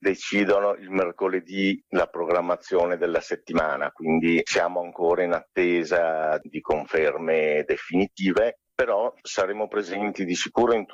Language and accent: Italian; Venice, Veneto, Italy; Qui a Venezia, ovviamente, che noi siamo veneziani di origine, giochiamo in casa